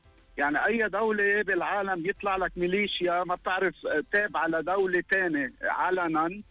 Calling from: Lebanon; أنا إنسان لبناني

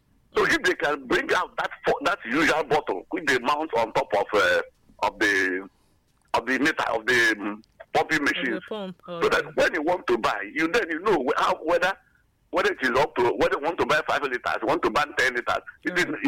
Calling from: Ukana, Akwa Ibom, Nigeria; from Ukana.

